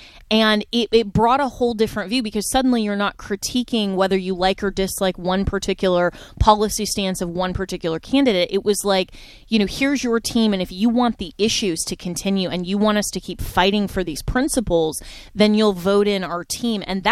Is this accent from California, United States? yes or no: no; Florida, United States; the two who are up for my home state of Florida for the gubernatorial race.